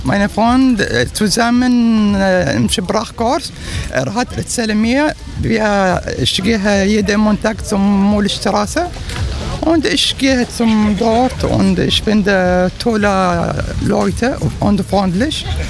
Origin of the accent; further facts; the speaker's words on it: Syria; German is a second language; moved away; ich komme aus Syrien.